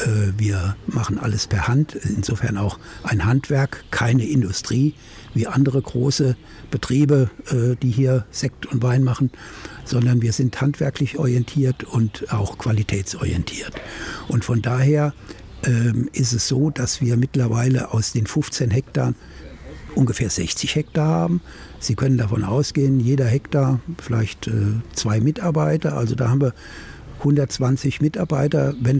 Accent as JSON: {"language": "German", "town": "Bacharach", "region": "Rhineland-Palatinate", "country": "Germany", "tie": "born or raised there", "said": "Ich komme gebürtig aus Bacharach am Rhein. Mein Vater hatte ein Weingut und ich bin praktisch bis zum Abitur mit in den Weinberg gegangen"}